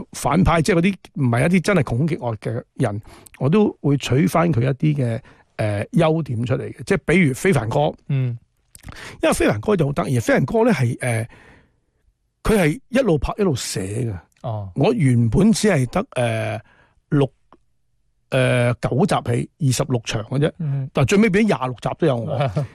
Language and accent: Chinese; Guangzhou, Guangdong, China; moved away; 我小时候在广州，我很多那些亲戚都是做那个厨房的，